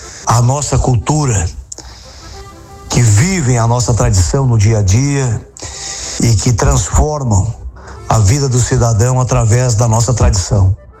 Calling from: Praia Grande, Santa Catarina, Brazil; aqui do pé da serra, da capital dos Cânions, Praia Grande, da minha terra amada, maravilhosa Praia Grande

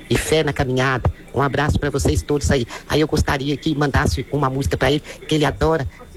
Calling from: Brazil; Somos de Nova Benfica, esqueci de falar o bairro.

